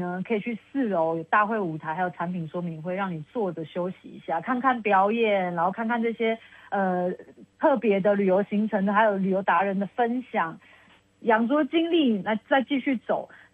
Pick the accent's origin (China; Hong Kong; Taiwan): Taiwan; 因为我们生在这个宝岛